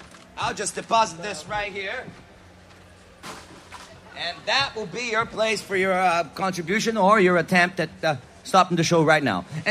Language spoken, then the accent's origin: English; São Paulo, Brazil; At the end of the day, we are from Brazil. We're going to leave with your wallets, whether you notice or not. We came from São Paulo, Brazil